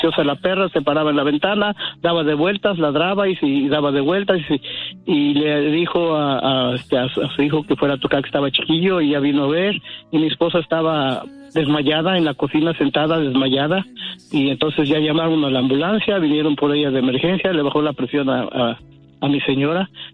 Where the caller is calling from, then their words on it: Stockton, California, United States; De Stockton.